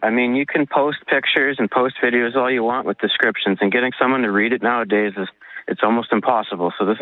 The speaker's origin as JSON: {"language": "English", "town": "Lynn Lake", "region": "Manitoba", "country": "Canada", "moved": "yes", "lives_now": "Swan River, Canada", "said": "I'm originally from Lynn Lake, Manitoba, so I'm used to forest fires."}